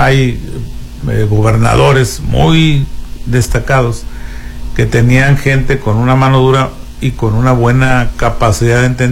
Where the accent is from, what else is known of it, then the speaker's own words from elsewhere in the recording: Sinaloa, Mexico; Yo soy un hombre de Sinaloa que quiero mucho a mi entidad